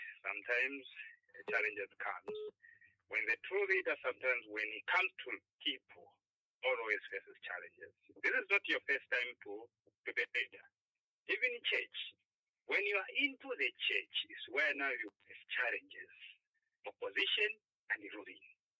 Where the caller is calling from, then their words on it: Chiranga, Zambia; I'm calling from Chiranga.